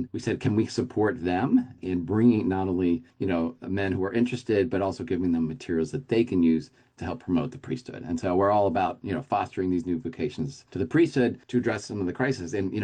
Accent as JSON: {"language": "English", "town": "Philadelphia", "region": "Pennsylvania", "country": "United States", "said": "When we first started the ministry, it came from a point of saying, I'm from Philadelphia."}